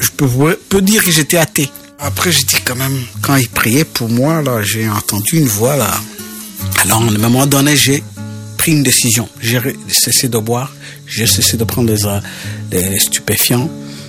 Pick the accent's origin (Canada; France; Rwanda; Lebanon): Rwanda; Je suis allé au Rwanda en 2007, dans mon village natal. là où j'étais né, là où j'avais connu Vincent, pour aller témoigner de mon pardon.